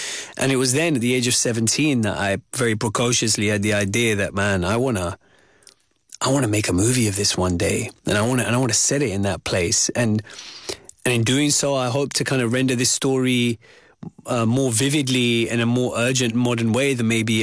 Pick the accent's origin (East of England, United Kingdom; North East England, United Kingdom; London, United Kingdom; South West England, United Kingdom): London, United Kingdom; Wembley; this Hamlet story set in, you know, medieval Denmark actually is exactly like growing up in Wembley.